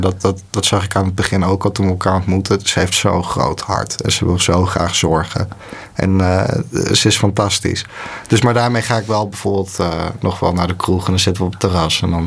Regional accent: Netherlands; now in Gouda, Netherlands; Ik voel me echt gewoon een Nederlander.

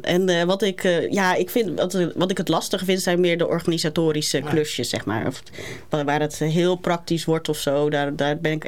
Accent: Ridderkerk, South Holland, Netherlands; Grotendeels in Ridderkerk. Ja, ik ben vrij vaak verhuisd, maar grotendeels in Ridderkerk. En ik ben opgegroeid in de Gereformeerd Vrijgemaakte Kerk.

